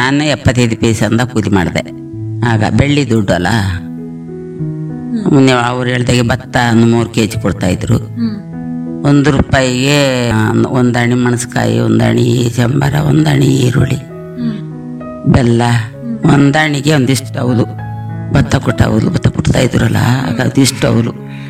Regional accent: Nagarahole, Karnataka, India; ನಮ್ದು ಊರು ನಾಗರಹೊಳೆ ಗೋಣಿಗದ್ದೆ, ನಮ್ಮ ಊರು ಫಾರೆಸ್ಟ್ ಒಳಗಡೆ.

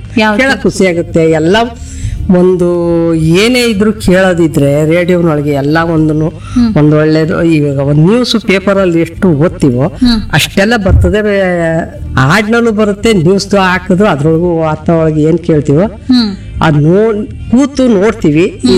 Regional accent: Agathur, Karnataka, India; ನಮ್ಮೂರ ಹೆಸರು ಆಗತ್ತೂರು.

